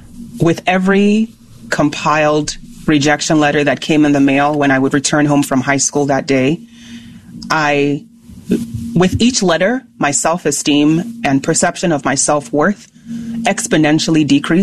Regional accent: Nigeria; English is a second language; moved away as an adult; now in United States; My work was on billboards across Africa because I am Nigerian by origin and very proud of my Nigerian heritage.

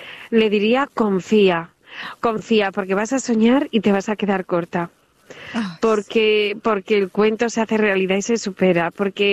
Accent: Spain; decimos aquí en España

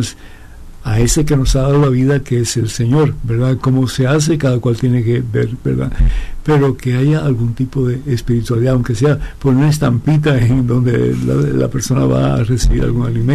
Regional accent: Cuba; moved away; cuando yo llegué de Cuba con mi hermano y después mis padres que llegaron, cinco años más tarde

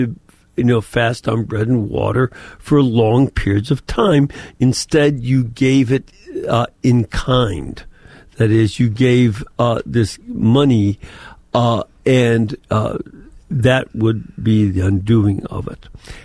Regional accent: Chicago, Illinois, United States; I'm from Chicago originally. I am not shocked.

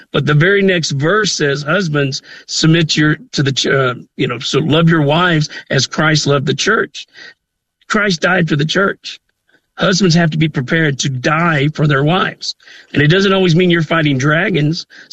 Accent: Southern United States, United States; I grew up on wrestling in the South.

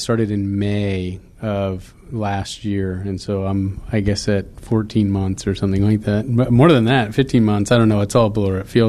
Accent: Sugar Land, Texas, United States; now in Katy, United States; I kind of joke that I'm now officially from this side of Houston because I grew up in Sugarland, but my family doesn't even live there anymore.

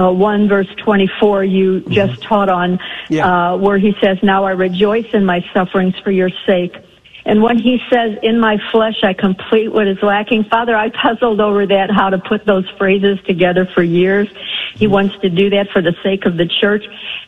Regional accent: St. Louis, Missouri, United States; now in Kansas City, United States; From St. Louis, but now in Kansas City.

